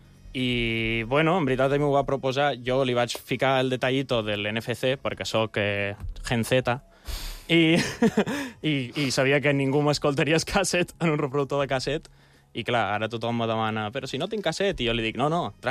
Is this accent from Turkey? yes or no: no; Elvas, Alentejo, Portugal; also born or lived in Palma, Mallorca; no soc portuguès, però he crescut a Portugal. Un bon temps de la meva vida, per això... La meva música... La meva mare és anglesa i he crescut a Portugal, que, a la frontera amb Badajoz.